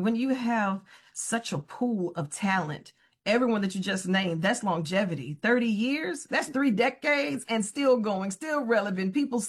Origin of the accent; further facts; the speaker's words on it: Louisiana, United States; Louisiana, deep down south. Come on down here and visit us soon.